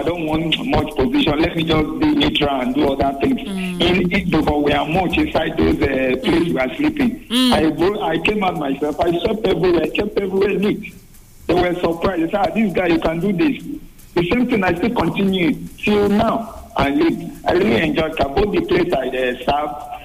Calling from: Asaba, Delta, Nigeria; I'm calling from Delta State.

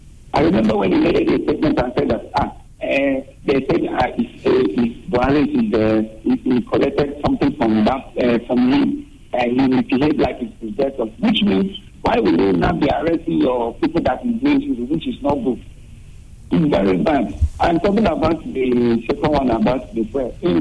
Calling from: Asaba, Delta, Nigeria; I'm calling from Asaba.

